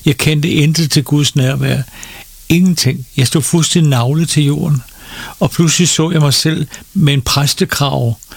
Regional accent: Copenhagen, Capital Region of Denmark, Denmark; also born or lived in Faroe Islands; now in Nexø, Denmark; Jeg voksede egentlig op i en tilknytning til Folkekirken, Utterslev Kirke. Jeg blev født der i København.

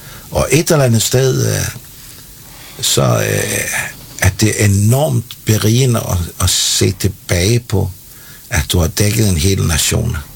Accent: Capital Region of Denmark, Denmark; Altså, jeg er fisker søn fra Bornholm. Og som dreng så tog jeg også ude i robåden med pilken

